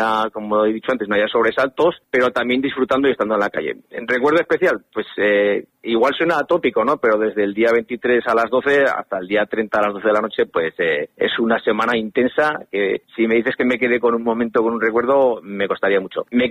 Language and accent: Spanish; Corella, Navarre, Spain; Yo que, pues de Corella de toda la vida, mis padres también, mis abuelos también